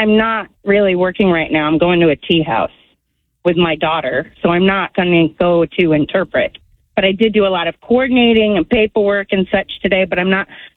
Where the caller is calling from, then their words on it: Northport, United States; from Northport.